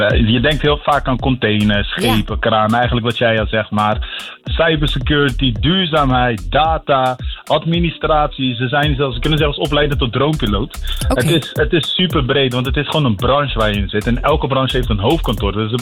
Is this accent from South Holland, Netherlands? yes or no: yes; Rotterdam, South Holland, Netherlands; En ik ben zelf opgegroeid in Delfshaven.